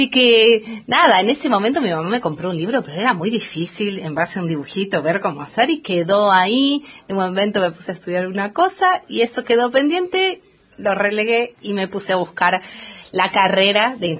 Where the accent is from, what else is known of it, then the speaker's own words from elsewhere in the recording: Buenos Aires, Argentina; moved away as an adult; now in Esquel, Argentina; yo soy de Buenos Aires, estoy acá en Esquel hace casi 11 años